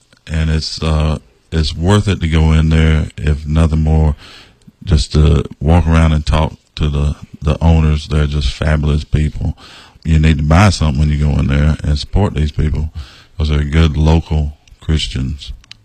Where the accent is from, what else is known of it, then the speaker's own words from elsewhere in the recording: Aiken, South Carolina, United States; it's a great small town. I grew up here in Aiken. I left it to go in the military and I came back. But it still has a small town flavor to it